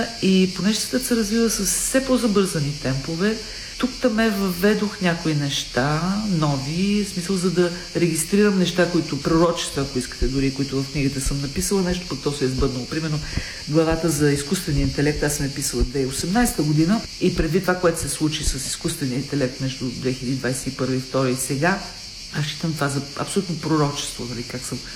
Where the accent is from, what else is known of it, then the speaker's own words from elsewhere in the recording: Lom, Montana Province, Bulgaria; moved away; родния ми град Лом